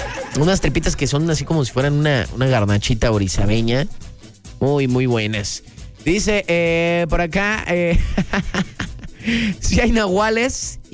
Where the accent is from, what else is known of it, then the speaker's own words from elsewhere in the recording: Veracruz, Mexico; moved away; ya para mis tierras, allá en la zona de las altas montañas, así le decíamos el queso jarocho.